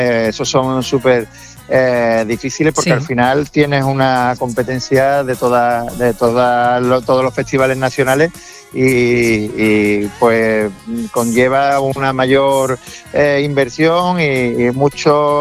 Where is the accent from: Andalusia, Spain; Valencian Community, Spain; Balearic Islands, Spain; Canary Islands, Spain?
Andalusia, Spain; Seville